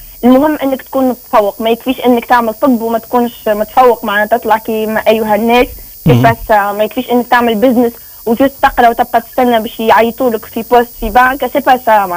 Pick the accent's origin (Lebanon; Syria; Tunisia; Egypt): Tunisia; عندنا في تونس